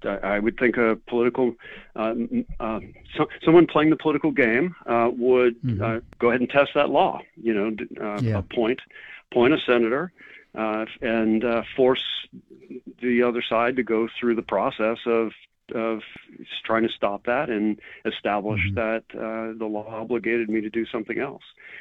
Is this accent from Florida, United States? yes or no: no; New Orleans, Louisiana, United States; I'm from New Orleans.